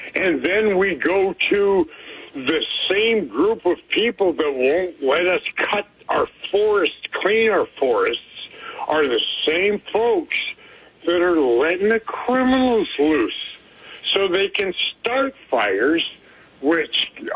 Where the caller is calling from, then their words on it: Montana, United States; I'm calling from Montana. It happens from Montana to you guys.